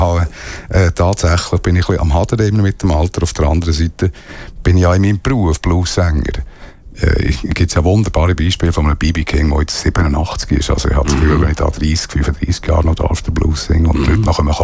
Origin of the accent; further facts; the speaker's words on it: Thun, Bern, Switzerland; born there; also born or lived in Ticino / Trub; Ich bin in Thun aufgewachsen und ich bin im Tessin aufgewachsen.